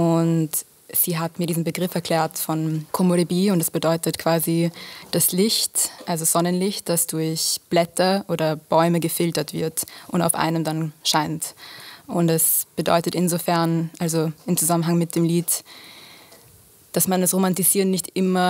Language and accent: German; Vienna, Austria; Nein, ich bin in Wien aufgewachsen. Ich bin halb Italienerin, halb Australierin, aber eigentlich Wienerin im Herzen.